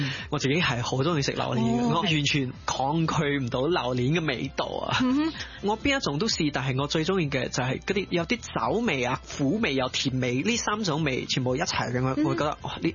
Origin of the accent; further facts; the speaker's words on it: Malaysia; now in Penang, Malaysia; 我来自马来西亚，依家住槟城。